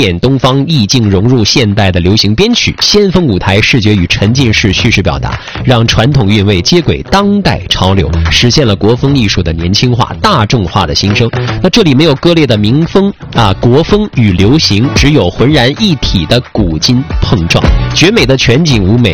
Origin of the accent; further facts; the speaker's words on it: Jilin, China; 作为我们吉林人